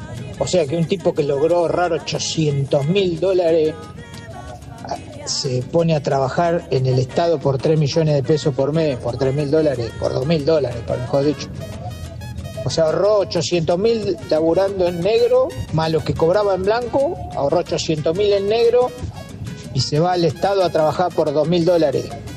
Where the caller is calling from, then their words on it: Tandil, Buenos Aires Province, Argentina; de Tandil, los escucho siempre, espectacular el programa.